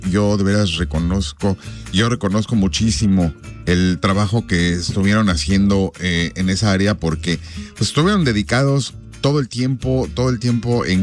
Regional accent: Mexico

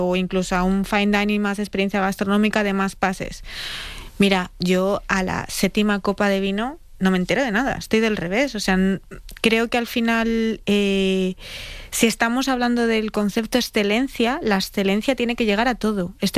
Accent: Laguna de Duero, Castile and León, Spain; yo soy de Laguna de Duero, un pueblo muy pequeñito dentro de Valladolid. Bueno, pequeñito, tiene 20.000 habitantes, pero bueno, un pueblo, Castilla Profunda

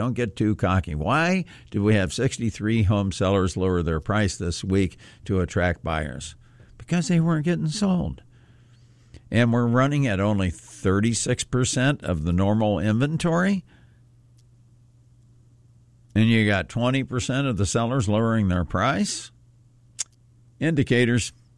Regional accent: Springfield, United States; I've lived here all my life. I've never seen anything like it.

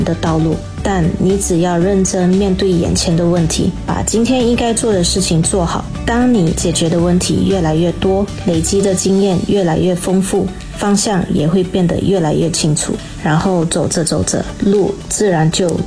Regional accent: Lawas, Sarawak, Malaysia; 第一间店开在我的家乡拉瓦斯，也就是老越，那是一个不算大的城镇。

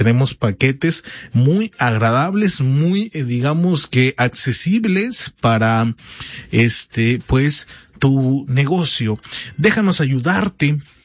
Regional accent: Mexico; a pocas horas de vivir una gran festividad como mexicanos.

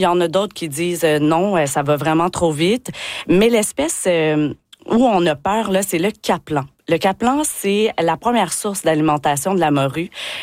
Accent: Quebec, Canada; accent: Quebec; vous pouvez l'entendre par mon accent, je suis québécoise, là

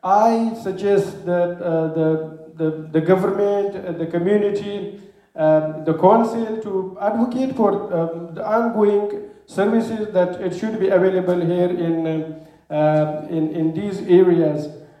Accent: Afghanistan; moved away as an adult; now in Australia; I am originally from Afghanistan. I came to Australia, I think at the end of 2022.

